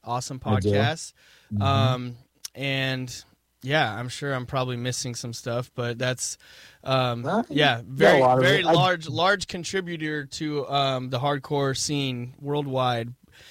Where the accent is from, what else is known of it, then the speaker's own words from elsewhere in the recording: Riverside, California, United States; now in Santa Barbara, United States; I live about 40 minutes north in Santa Barbara, and I grew up in Riverside, so not coastal, not very nice area.